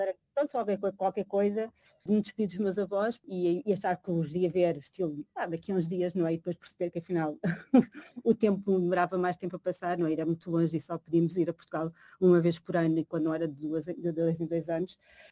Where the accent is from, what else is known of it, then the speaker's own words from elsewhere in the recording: Macau; enquanto vivi tantos anos em Macau e apesar de ter crescido lá e ser, na realidade, o local onde eu cresci e tenho uma relação muito próxima